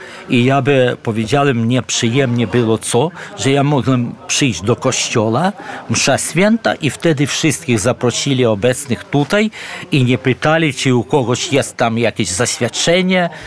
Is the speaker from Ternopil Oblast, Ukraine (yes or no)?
no; Kyiv, Ukraine; moved away as an adult; now in Poland; I tak dla skrótu to Polak Kijowski.